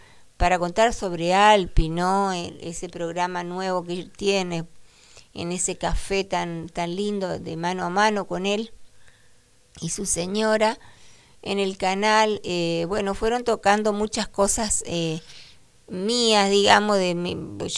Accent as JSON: {"language": "Spanish", "town": "Reconquista", "region": "Santa Fe", "country": "Argentina", "said": "somos ciudadanas de Reconquista. Y vamos a quedar en Reconquista, porque ya no nos vamos a ir a otro lado."}